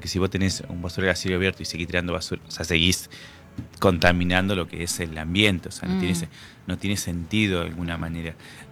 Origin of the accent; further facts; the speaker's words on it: Federal, Entre Ríos, Argentina; yo soy de Federal